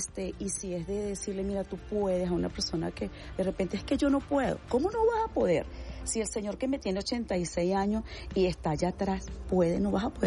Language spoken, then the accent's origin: Spanish; Barquisimeto, Lara, Venezuela; moved away as an adult; now in Caracas, Venezuela; Y me vine de Barquisimeto porque mi esposo está acá.